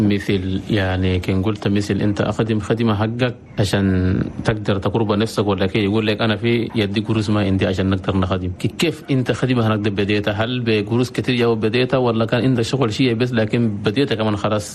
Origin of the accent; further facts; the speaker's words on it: Chad; عندنا في تشاد